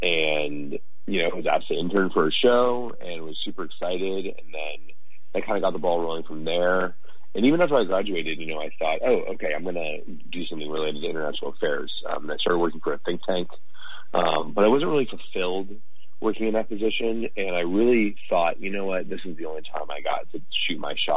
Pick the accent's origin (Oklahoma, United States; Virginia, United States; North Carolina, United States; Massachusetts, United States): Virginia, United States; Arlington; and I'm from Arlington, Virginia.